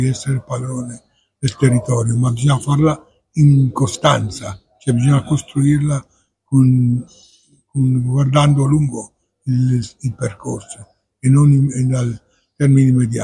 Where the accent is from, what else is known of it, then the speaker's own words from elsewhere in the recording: Lecco, Lombardy, Italy; io vengo da Lecco